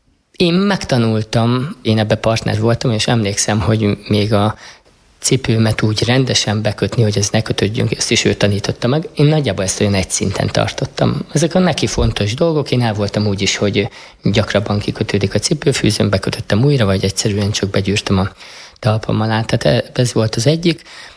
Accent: Pásztó, Nógrád, Hungary; born there; Pászton születtem. Ez egy palócvidék, szinte mindenki katolikus, és a mi családunk is, mind apai, mind anyai ágon római katolikusok, kivételt képeznek a szüleim.

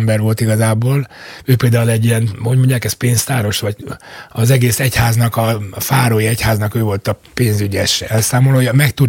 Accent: Makó, Csongrád-Csanád, Hungary; born there; Ez Makón volt, Makón születtem, és Makón a Vörös Csillag Múzea gimnázium, a régi gimnázium, ahol József Attila is járt, a mögötti épület.

